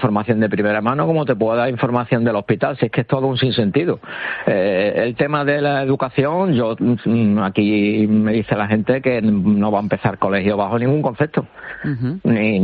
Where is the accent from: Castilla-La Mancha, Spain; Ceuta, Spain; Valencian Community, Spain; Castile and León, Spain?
Ceuta, Spain; Como ciudadano ceutí, como ciudadano español